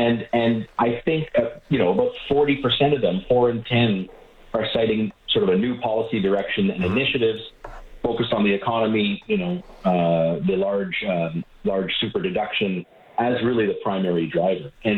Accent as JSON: {"language": "English", "town": "Edmonton", "region": "Alberta", "country": "Canada", "said": "I'm actually originally from Edmonton"}